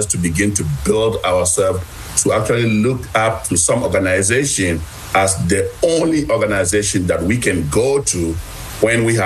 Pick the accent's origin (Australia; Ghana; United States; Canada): Ghana; moved away; I was telling you before when I came from Ghana in 1999, and I was in a class